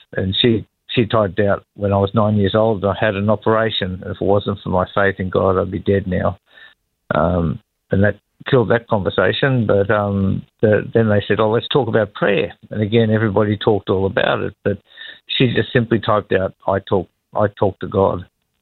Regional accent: Ballarat, Victoria, Australia; moved away as an adult; also born or lived in Benalla / Northern Territory / Queensland; Was born and raised on Wathaurong land, which is the in Ballarat in Victoria. So, was there for the first 21 years of my life, and then a couple of years in Benalla, and then about 40 years in the territory.

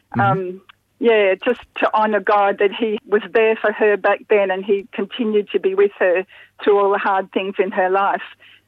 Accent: Brisbane, Queensland, Australia; I grew up in Brisbane in the 50s and 60s

